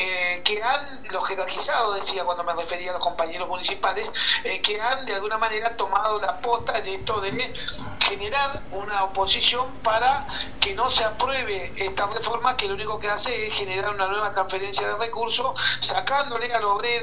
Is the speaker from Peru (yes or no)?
no; Argentina; now in Paraná, Argentina; los apasionados que somos los argentinos por este hermoso deporte